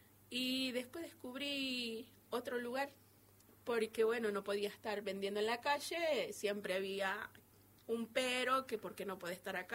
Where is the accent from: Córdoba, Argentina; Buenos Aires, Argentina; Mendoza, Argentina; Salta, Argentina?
Salta, Argentina; Cachi; moved away as an adult; now in Salta, Argentina; Me crié cosechando poroto, pimiento, todo lo que es del valle, el campo